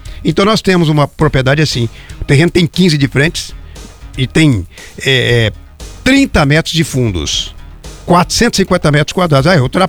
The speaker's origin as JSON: {"language": "Portuguese", "town": "Jacarezinho", "region": "Paraná", "country": "Brazil", "tie": "born or raised there", "said": "filiais Jacarezinho, na minha terra natal"}